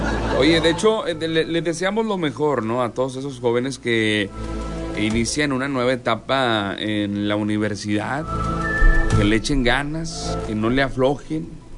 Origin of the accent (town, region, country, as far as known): Mexico